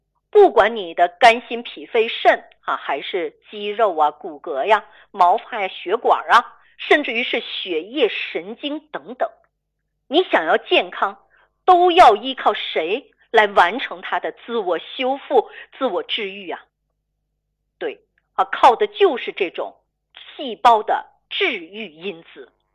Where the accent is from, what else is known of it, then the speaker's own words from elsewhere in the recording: China; 但是值得庆幸的是什么？是我来自于中国，我的背后有祖国传统的中医药学的支持